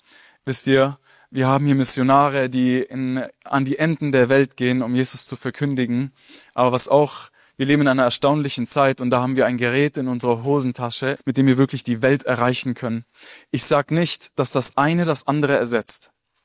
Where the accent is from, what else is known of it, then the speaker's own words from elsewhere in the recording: Filderstadt, Baden-Württemberg, Germany; Also ich komme aus Filderstadt. Ich komme gleich hier aus der Nähe.